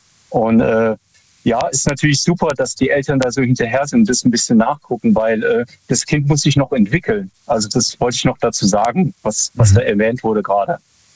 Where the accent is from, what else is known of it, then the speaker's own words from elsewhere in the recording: Freiburg, Baden-Württemberg, Germany; hallo, ich bin aus Freiburg.